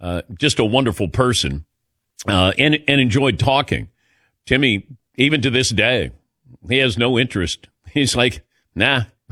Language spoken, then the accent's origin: English; Cincinnati, Ohio, United States; I grew up in Cincinnati.